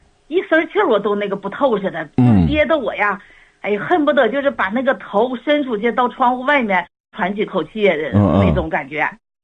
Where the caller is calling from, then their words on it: Northeast China, China; 我是东北人